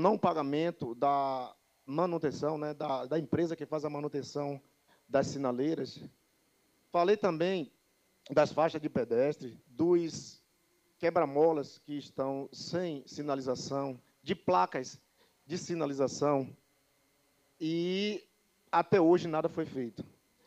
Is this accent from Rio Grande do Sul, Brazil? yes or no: no; Conceição do Jacuípe, Bahia, Brazil; ao povo de Conceição de Jacuípe, ao povo da minha terra